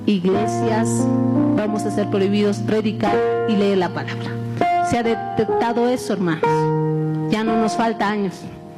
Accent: Bolivia; pero como bolivianos, ¿qué nos queda? Orar, como cristianos

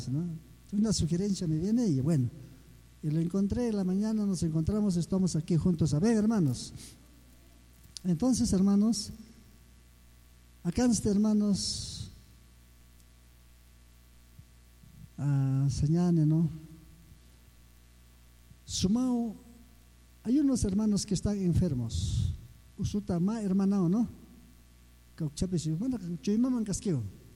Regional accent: Mazocruz, Puno, Peru; Yo soy de Mazocruz. Yo soy

